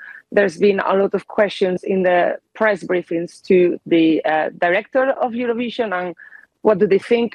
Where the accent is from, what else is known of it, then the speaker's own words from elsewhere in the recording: Spain; now in Aberdeen, United Kingdom; I'm from Spain